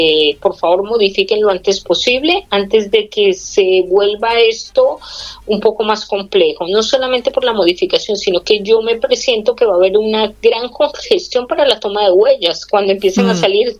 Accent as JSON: {"language": "Spanish", "country": "Colombia", "moved": "yes", "lives_now": "Las Palmas de Gran Canaria, Spain", "said": "me atrevo a decirlo porque pues soy de origen colombiano"}